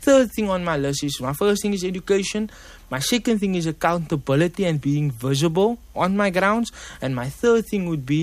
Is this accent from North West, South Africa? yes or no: no; Mitchell's Plain, Western Cape, South Africa; I'm from Mitchell's Plain, so I'm automatically a collegian.